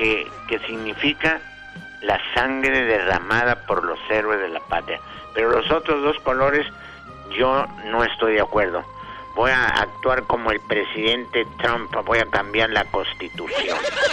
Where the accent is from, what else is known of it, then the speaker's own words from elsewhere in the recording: Zacatecas, Mexico; Voy que como mexicano, como zacatecano